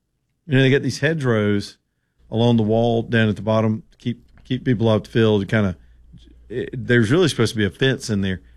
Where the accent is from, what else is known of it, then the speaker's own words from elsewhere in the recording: Alabama, United States; I grew up in Alabama